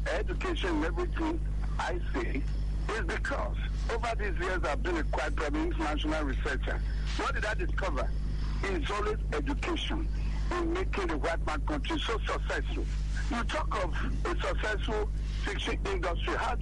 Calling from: Benin City, Edo, Nigeria; calling from Benin City.

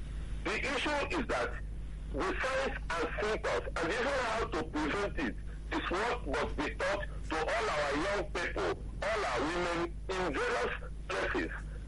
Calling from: Imo, Nigeria; calling from Imo State.

